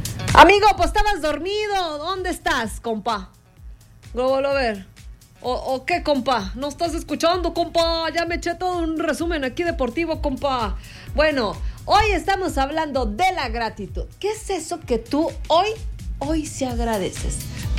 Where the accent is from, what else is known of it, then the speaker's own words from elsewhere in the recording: Comarca Lagunera, Mexico; nosotros, laguneros